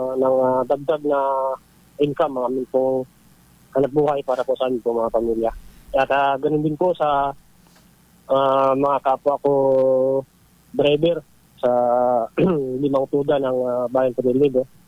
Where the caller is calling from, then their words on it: El Nido, Mimaropa, Philippines; dito po sa amin sa Nakwan.